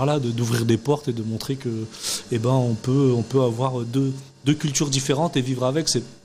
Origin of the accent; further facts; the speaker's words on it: Brittany, France; d'avoir nos parents qui sont algériens, et j'ai grandi en Bretagne, et mélanger ces deux cultures-là